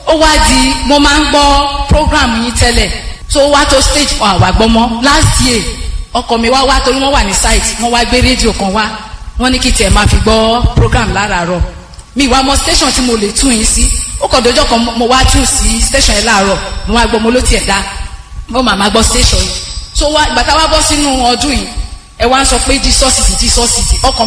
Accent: Osun, Nigeria; mo wa lati Ọ̀sun.

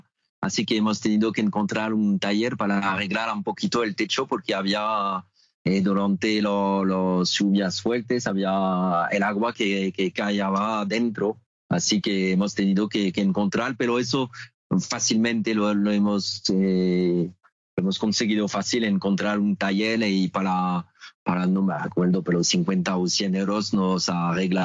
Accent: France; Spanish is a second language; moved away; yo soy francés

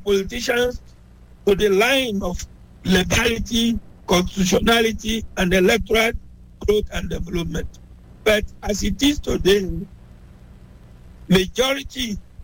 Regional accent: Nigeria; I'm a Nigerian, living in Nigeria. I do not have dual citizenship.

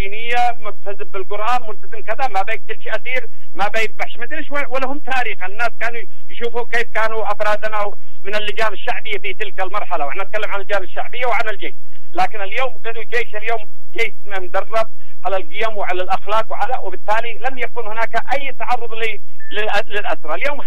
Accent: Yemen; عندنا في اليمن

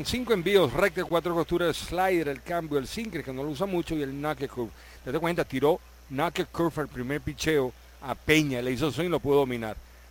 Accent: Venezuela; moved away

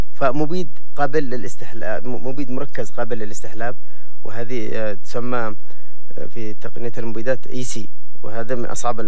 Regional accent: Yemen; فبطبيعتنا إحنا كيمنيين إحنا مجتمع زراعي

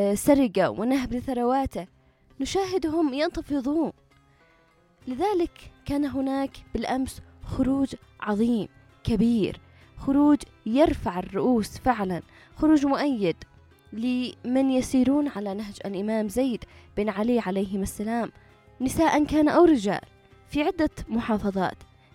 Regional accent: Yemen; إحنا كيمنيين بأكملنا أو بأغلبنا تهج على هذا النهج وتربى على هذا التربية وتمسك بمنهج وطريق الإمام زيد

